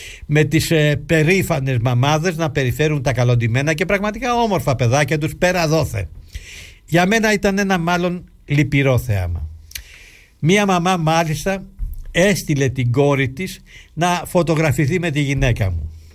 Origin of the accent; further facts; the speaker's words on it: Greece; με ρώτησαν από πού είμαστε. Όταν άκουσαν τη λέξη Ελλάδα, έλαμψε ρε παιδιά το πρόσωπό τους.